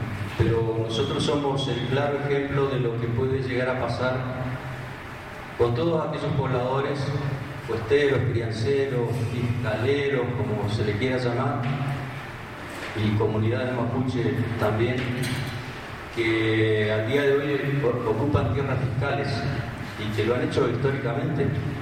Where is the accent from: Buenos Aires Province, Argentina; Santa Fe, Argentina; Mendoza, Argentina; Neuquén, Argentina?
Neuquén, Argentina; que fue uno de los primeros pobladores que se asentó en esos parajes en el año 1890. Tenemos 136 años de historia en la región.